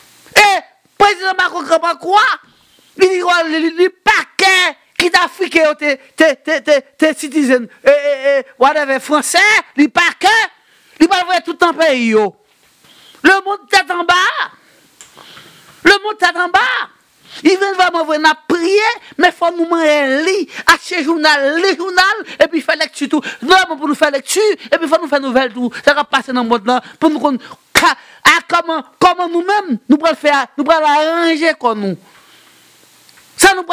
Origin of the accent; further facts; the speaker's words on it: Haiti; Mais nous sommes des Haïtiens, nous sommes Haïtiens.